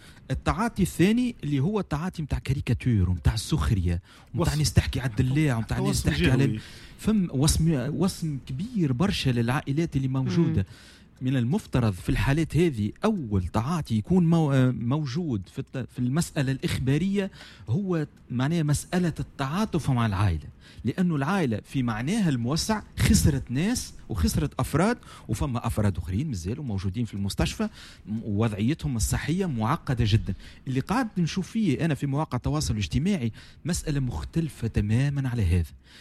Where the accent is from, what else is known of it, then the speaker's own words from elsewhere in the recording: Tunisia; نحن كمجتمع تونسي